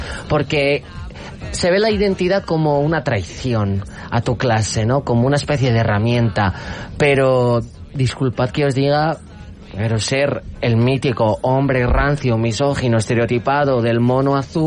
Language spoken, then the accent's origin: Catalan; Magaluf, Balearic Islands, Spain; Jo venc de Magaluf.